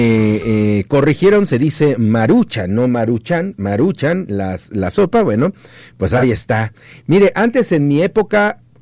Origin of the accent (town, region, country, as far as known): Mexico